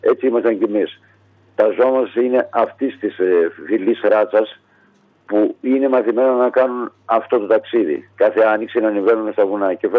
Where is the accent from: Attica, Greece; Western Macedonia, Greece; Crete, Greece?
Western Macedonia, Greece; Samarina; να μιλήσω για το χωριό μου